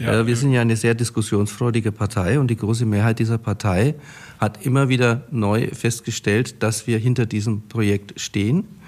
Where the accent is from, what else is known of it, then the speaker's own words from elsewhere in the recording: Nuremberg, Bavaria, Germany; Also ich komme ja aus Muggenhof, also direkt am Frankenschnellweg aufgewachsen